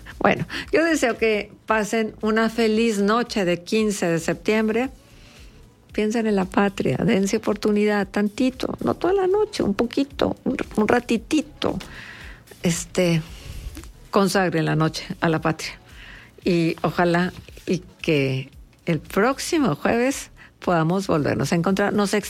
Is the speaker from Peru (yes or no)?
no; Mexico; lo que sí es cierto es que como buenos mexicanos amamos la música de mariachi